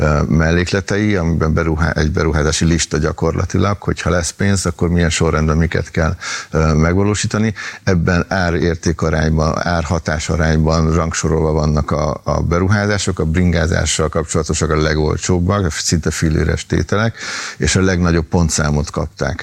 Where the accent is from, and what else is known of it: Újpest, Budapest, Hungary; born or raised there